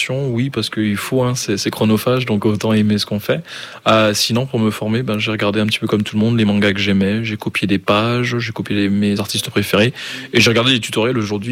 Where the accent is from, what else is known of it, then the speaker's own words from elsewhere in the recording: Ghana; moved away as an adult; now in France; J'ai découvert One Piece alors que j'étais encore au Ghana. J'ai grandi en Afrique de l'Ouest